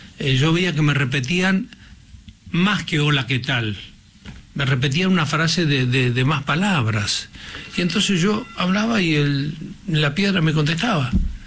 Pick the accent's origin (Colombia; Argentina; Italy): Argentina; Puerto Deseado, Santa Cruz; born there; Yo nací en Puerto Deseado porque era, para esto que te digo, si vos te corres de ahí hacia el Atlántico, llegás a Puerto Deseado, que en ese momento tenía como 4.000 habitantes.